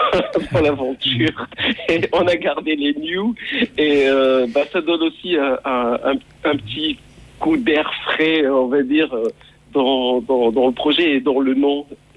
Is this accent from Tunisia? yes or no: no; Morocco; moved away as an adult; now in France; d'abord, j'ai grandi au Maroc. Je suis né et grandi jusqu'à l'âge de 27 ans. J'ai vécu au Maroc. J'ai fait mes études là-bas, à la fac. Et après, je suis venu m'installer en France pour la musique